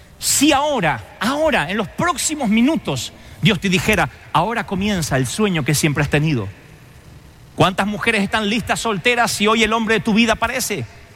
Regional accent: Argentina; Eso porque soy argentino, ¿eh?

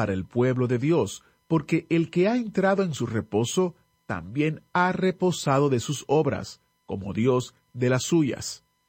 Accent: Guatemala; now in Hamilton, United States; Yo soy original de Guatemala, pero ya tengo 33 años viviendo en Estados Unidos de América. Vivo en New Jersey, en una ciudad que se llama Hamilton.

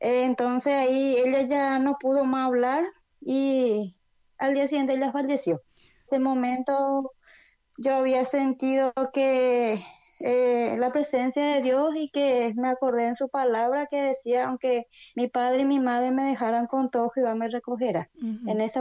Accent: Luque, Central, Paraguay; yo me casé con un cristiano y tengo 3 hermosos hijos. Y soy de Luque, Paraguay. Yo crecí en una familia cristiana y tengo 6 hermanos.

